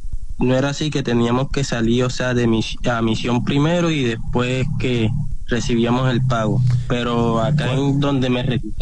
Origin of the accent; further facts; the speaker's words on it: María La Baja, Bolívar, Colombia; De María La Baja, Bolívar.